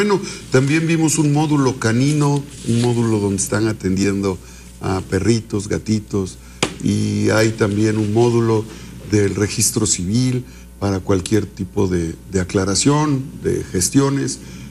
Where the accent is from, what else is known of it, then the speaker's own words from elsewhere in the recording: Acatzingo, Puebla, Mexico; also born or lived in Izúcar de Matamoros; Nací en Izúcar, aunque crecí en Acatzingo, pues, pero soy tu paisano.